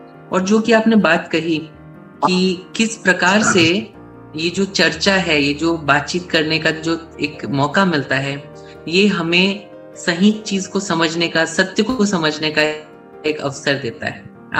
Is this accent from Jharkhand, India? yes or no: no; Chhattisgarh, India; born there; मैं छत्तीसगढ़ में पैदा हुआ हूँ, अमरकंटक बिलासपुर के बिल्कुल नजदीक है